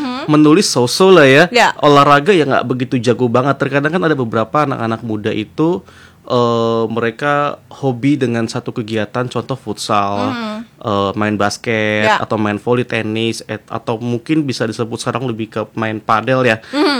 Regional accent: Jakarta, Indonesia; moved away as an adult; now in BSD, Tangerang, Indonesia; memang saya juga lahir di Jakarta. Jadi artinya dari lahir itu sudah di Jakarta

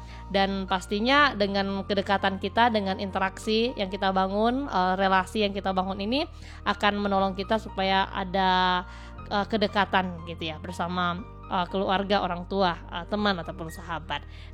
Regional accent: West Sumatra, Indonesia; asalnya Mentawai

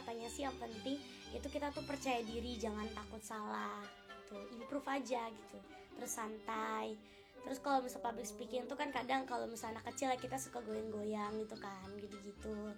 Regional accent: West Kalimantan, Indonesia; Sebenarnya aku itu bukan orang Jakarta. Iya. Aku tuh orang Kalimantan Barat.

